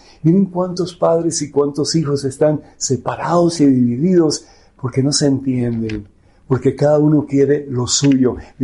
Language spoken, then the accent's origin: Spanish; Cuba; moved away; Y eso pasó en Cuba. Yo soy de Cuba.